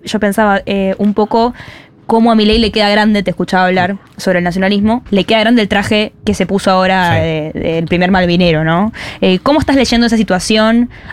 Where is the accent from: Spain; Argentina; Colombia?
Argentina; somos nacionalistas porque somos latinoamericanos